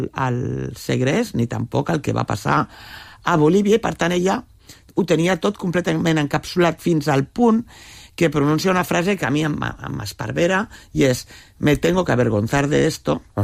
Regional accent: L'Hospitalet de Llobregat, Catalonia, Spain; perquè jo també sóc d'Hospitalet, també del bar de Can Vidalet, vull dir, m'he criat amb...

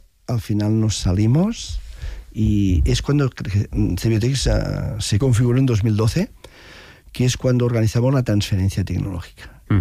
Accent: Arenys de Mar, Catalonia, Spain; Y hubo una coincidencia muy bonita, que soy de Arenys de Mar.

